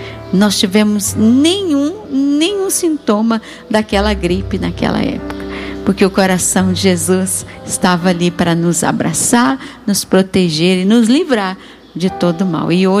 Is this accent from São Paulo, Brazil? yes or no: yes; Lorena, São Paulo, Brazil; moved away; lá em Lorena, na minha terra, né?